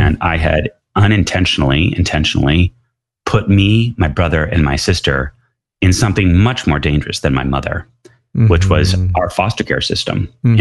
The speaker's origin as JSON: {"language": "English", "town": "New York City", "region": "New York", "country": "United States", "tie": "born or raised there", "said": "growing up in New York City"}